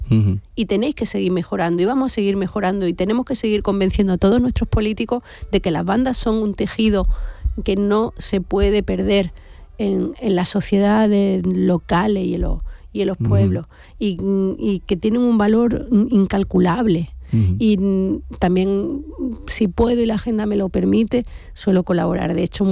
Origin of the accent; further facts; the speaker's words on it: Andalusia, Spain; Aquí estoy feliz porque como andaluza se me reconoce como andaluza